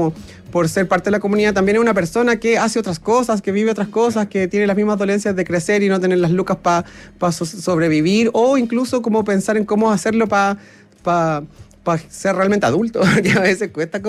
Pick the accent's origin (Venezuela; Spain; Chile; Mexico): Chile; Cauquenes, Maule; born there; moved away as an adult; also born or lived in San Carlos, Ñuble, Chile; now in Santiago, Chile; Y luego me voy a Cauquenes a los 10 años.